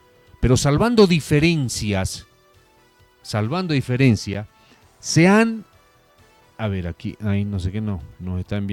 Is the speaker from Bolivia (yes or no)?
yes; Vallegrande, Santa Cruz, Bolivia; como vallegrandino, nacido, criado, estante y habitante de esta hermosa ciudad de Jesús y Montesclaros de los Caballeros del Gran Valle Grande, porque así se fundó mi ciudad